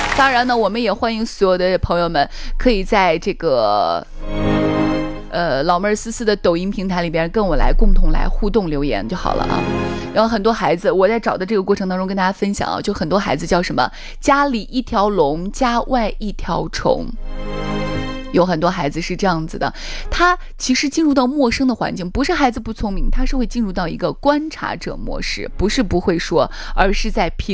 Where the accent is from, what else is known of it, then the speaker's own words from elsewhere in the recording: Shaanxi, China; 我们陕西话人还是风张野露的